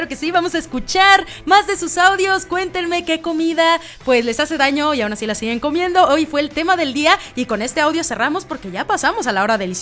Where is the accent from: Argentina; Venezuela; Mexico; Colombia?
Mexico; Somos mexicanos, familia.